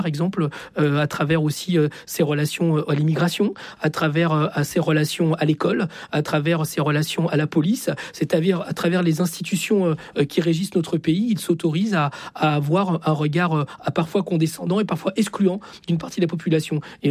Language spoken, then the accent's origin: French; Chile; now in France; Je viens du Chili, je suis fils d'exilés politiques.